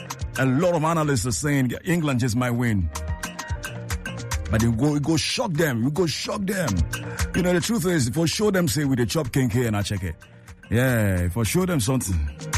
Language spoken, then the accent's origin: English; Ghana; because as a Ghanaian fan and as a Ghanaian, you want to be able to get a draw somehow.